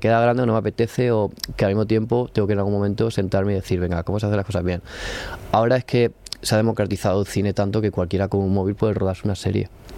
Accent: Region of Murcia, Spain; moved away as an adult; also born or lived in Madrid; Yo cuando digo soy de Murcia

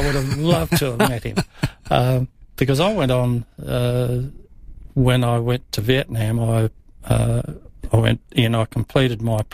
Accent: Adelaide, South Australia, Australia; born there; I was born in Adelaide. My parents both their families go right back to the early settlement of South Australia.

